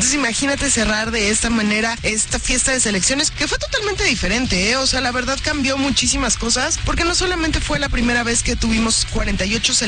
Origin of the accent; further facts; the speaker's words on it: Mexico; siempre empezamos como mexicanos, nos sacaron, nos partieron el corazoncito